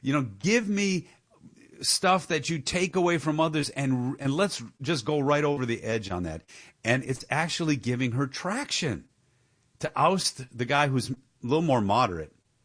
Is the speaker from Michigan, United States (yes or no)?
yes; Dearborn, Michigan, United States; It's happening in Dearborn, my hometown.